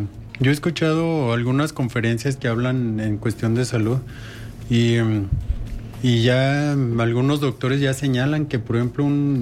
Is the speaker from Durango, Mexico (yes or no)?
yes; Durango, Mexico; now in La Laguna, Mexico; yo no soy de aquí, yo no nací aquí en la laguna, yo soy de acá de la Sierra de Durango, pero tengo ya 24 años viviendo aquí.